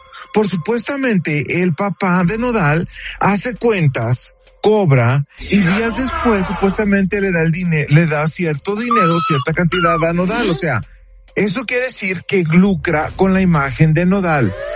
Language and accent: Spanish; Mexico; nosotros como mexicanos